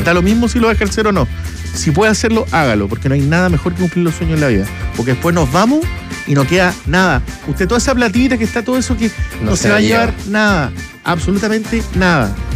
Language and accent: Spanish; Punta Arenas, Magallanes, Chile; además que venimos todos de Punta Arenas, a todos le ha costado, somos tres hermanos